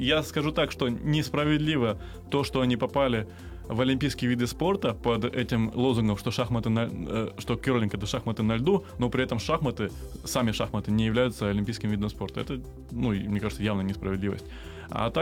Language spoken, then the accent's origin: Russian; Crimea, Ukraine; moved away; also born or lived in Kramatorsk, Donetsk Oblast; я сам крымчанин. Как я мог не поддержать Крым, если у меня там живут родители, родственники, друзья.